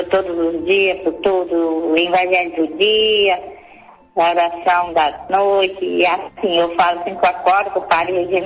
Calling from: Fundão, Espírito Santo, Brazil; Eu falo de Fundão, Espírito Santo

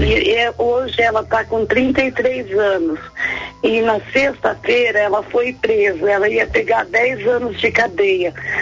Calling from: São José dos Campos, São Paulo, Brazil; São José dos Campos, São Paulo.

